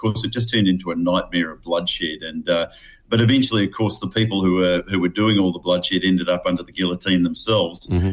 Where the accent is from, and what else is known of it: Australia